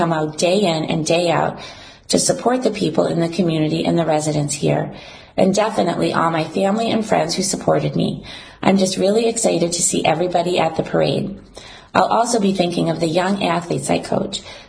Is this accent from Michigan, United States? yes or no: no; Dorchester, Massachusetts, United States; I'm 28 years old, born and raised in Dorchester, still here 28 years later. I work for the city of Boston.